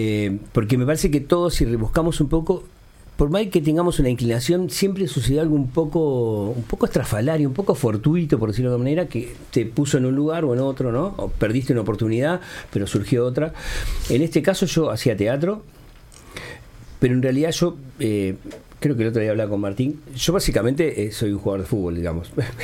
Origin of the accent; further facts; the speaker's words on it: Montevideo, Uruguay; Mi familia es de una familia humilde, ¿no? Bastante humilde. Somos del Cerro, cerquita de Cerro Norte ahí.